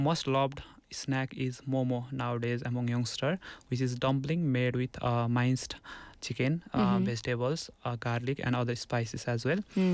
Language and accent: English; Tansen, Lumbini Province, Nepal; I was brought up in Tansen, so I miss almost everything about Tansen, like going to Srinagar Hills with my friends, and the school where I studied, and the street food that we used to have with my friends